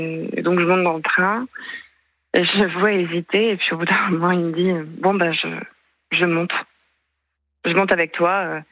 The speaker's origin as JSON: {"language": "French", "region": "Hauts-de-France", "country": "France", "moved": "yes", "said": "Moi, je viens du Nord-Pas-de-Calais."}